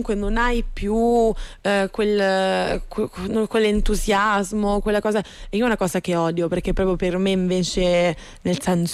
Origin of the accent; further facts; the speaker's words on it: Apulia, Italy; Quando mi parli pugliese mi sento al mio paese.